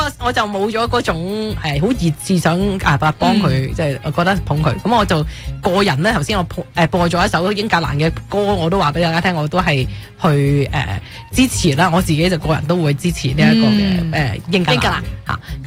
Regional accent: Hong Kong; moved away; 因为我哋都系嗰喺香港长大㗎嘛。咁我哋香港长大，我哋当时都系移民前㗎嘛。咁我哋系港英政府嘅英籍时代㗎嘛。

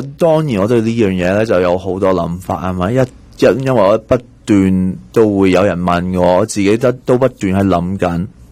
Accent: China; born there; 我喺中国出世嘅，其实我细嗰阵时有好多 representation 啊

